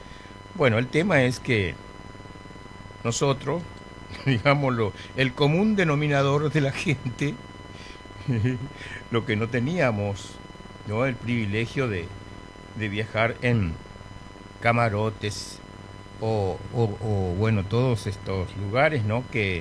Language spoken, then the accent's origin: Spanish; Presidencia de la Plaza, Chaco, Argentina; now in Ushuaia, Argentina; Presidencia en la plaza, mi pueblo no tiene pista. ¿Qué va a tener? Pista de caballo, de zorra, de sulky, de carreta, de tractor